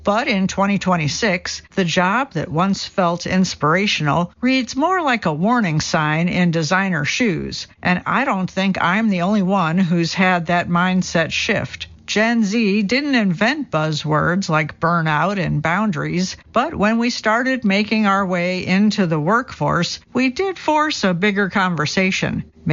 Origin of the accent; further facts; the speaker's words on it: Midwest, United States; For an aspiring writer growing up in the Midwest who loved fashion, The Devil Wears Prada felt like a fantasy on par with The Lord of the Rings.